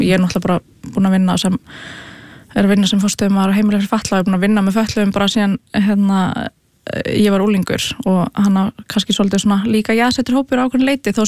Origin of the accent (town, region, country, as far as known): Breiðholt, Capital Region, Iceland; born or raised there